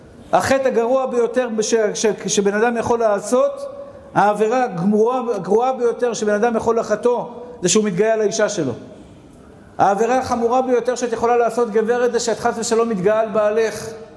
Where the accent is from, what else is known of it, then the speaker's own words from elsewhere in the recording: Tel Aviv, Tel Aviv District, Israel; אני תמיד זוכר מאיפה באתי בשכונת התקווה, ילד עני. לא אשכח לעולם מאיפה באתי